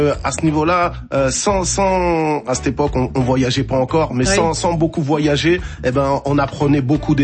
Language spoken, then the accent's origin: French; Cape Verde; Tu vois, moi, je suis originaire des îles du Cap-Vert.